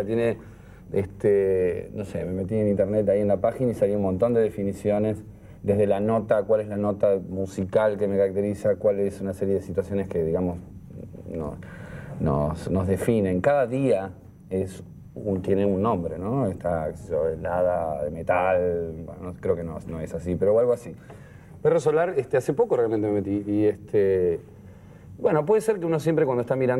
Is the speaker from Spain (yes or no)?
no; Buenos Aires, Argentina; born there; Nací en Barracas hace 46 años.